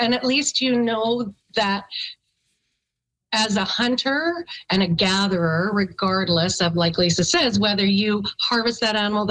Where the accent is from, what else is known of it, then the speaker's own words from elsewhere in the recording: Radville, Saskatchewan, Canada; moved away; And like Lisa says, she lives in my hometown, of course, Radville.